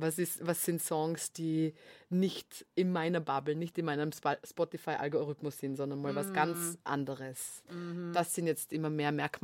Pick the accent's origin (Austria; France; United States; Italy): Austria; Vorarlberg; now in Vienna, Austria; ich komme ja aus Vorarlberg